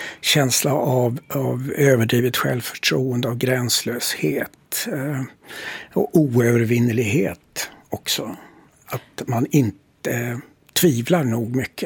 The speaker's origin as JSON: {"language": "Swedish", "region": "Norrbotten County", "country": "Sweden", "said": "Så att det utifrån de människor som där jag kommer ifrån"}